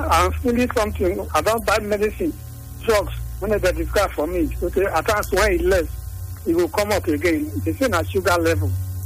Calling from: Benin City, Edo, Nigeria; From Saple Road.

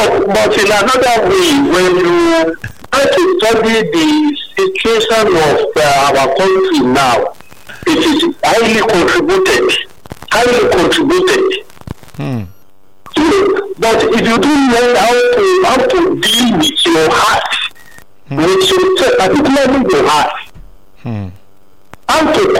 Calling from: Ibafo, Ogun, Nigeria; I'm calling from Ibafo.

